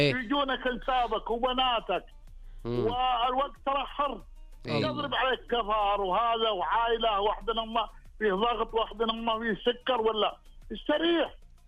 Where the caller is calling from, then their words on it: Al Fuwayrah, Al-Qassim, Saudi Arabia; من الفوارة … من الفوارة البسيط.